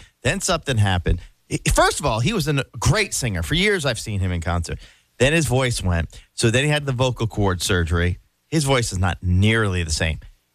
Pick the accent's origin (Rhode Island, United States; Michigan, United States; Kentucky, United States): Rhode Island, United States; because I'm a Patriots fan, I was originally from Rhode Island